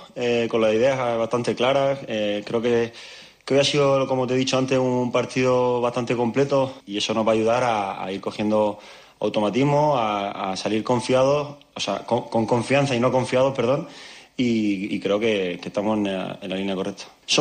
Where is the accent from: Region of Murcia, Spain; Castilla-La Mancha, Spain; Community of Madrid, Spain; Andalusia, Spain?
Region of Murcia, Spain; Murcia; Yo soy de Murcia